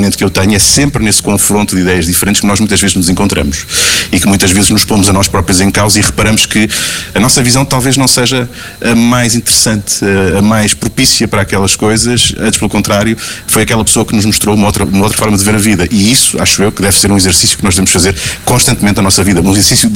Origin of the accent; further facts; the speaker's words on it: Castelo Branco, Centro, Portugal; Porque eu sou de Castelo Branco. Castelo Branco, quando eu cresci em Castelo Branco, não era exatamente a terra do leite e do mel no que a oferta cultural diz respeito.